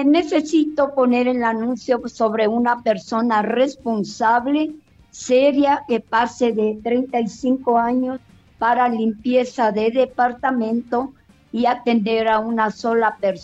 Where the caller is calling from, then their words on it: Quito, Pichincha, Ecuador; yo vivo en Carapungo